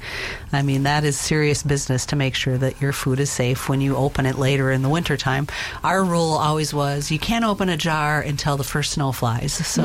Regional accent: Midwest, United States; now in Alaska, United States; I grew up in Midwestern dairy farming families on both sides of my lineage, and those were hundreds of acres operations.

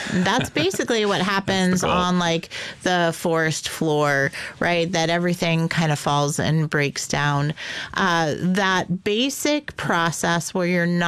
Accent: Connecticut, United States; now in Alaska, United States; I grew up in Connecticut

